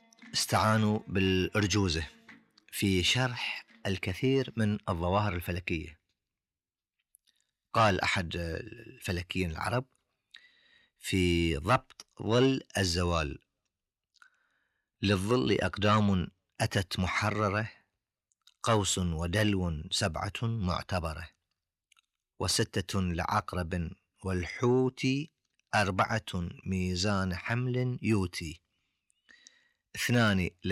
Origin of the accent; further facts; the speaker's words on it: Bahrain; عندنا في البحرين وفي سائر الخليج العربي